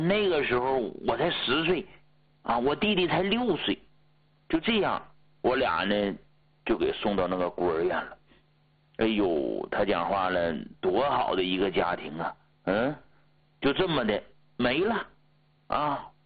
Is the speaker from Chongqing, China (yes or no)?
no; Heilongjiang, China; moved away; 因为本身你看我老家黑龙江的啊，前些年呢回去过啊，回老家